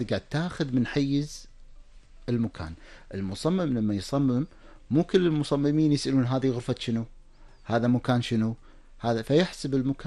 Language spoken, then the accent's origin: Arabic; Kuwait; عندنا في الكويت